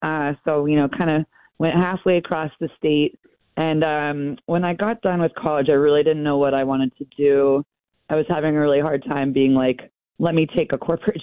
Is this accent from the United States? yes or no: yes; Pennsylvania, United States; You know, just normal Western Pennsylvania shenanigans. So, the tour is kind of centered around my hometown